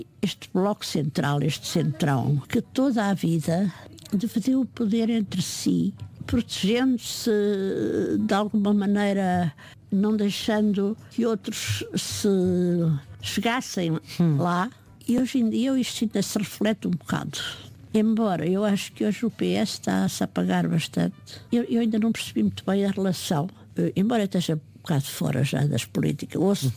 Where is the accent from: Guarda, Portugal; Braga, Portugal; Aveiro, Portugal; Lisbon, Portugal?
Guarda, Portugal; born there; e também não nasci em Coimbra, nasci em Beira Alto, na Guarda.